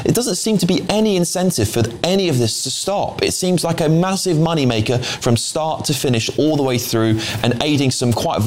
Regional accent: United Kingdom; As a British citizen

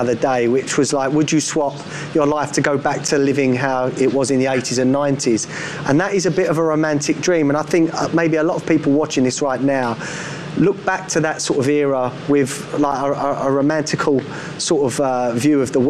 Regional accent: United Kingdom; So, you know, I want to celebrate being British, but I want to protect it as well.

